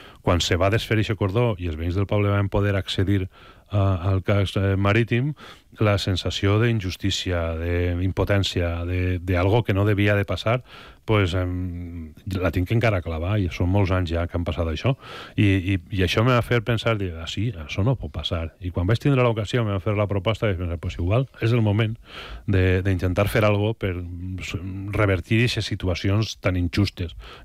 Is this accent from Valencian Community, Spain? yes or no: yes; Xilxes, Valencian Community, Spain; born or raised there